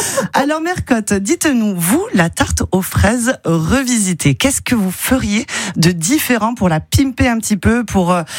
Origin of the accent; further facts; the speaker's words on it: Provence-Alpes-Côte d'Azur, France; Et vous, justement, en local, chez nous, dans le Vaucluse